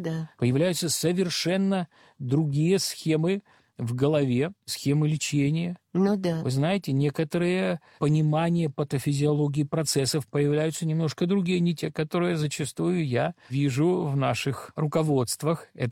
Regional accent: Kirovohrad, Kirovohrad Oblast, Ukraine; где мы там из Кировограда, и где Москва

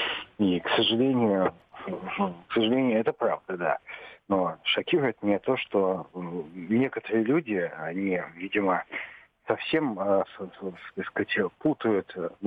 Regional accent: Saint Petersburg, Russia; Я из Санкт-Петербурга

